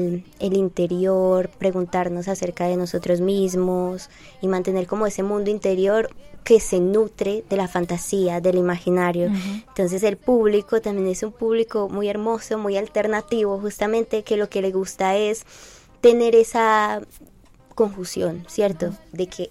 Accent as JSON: {"language": "Spanish", "town": "Medellín", "region": "Antioquia", "country": "Colombia", "tie": "born there", "said": "Yo nací en Moravia, mi familia creció allí, se enraizó allí, todavía hay muchos familiares que viven en este lugar"}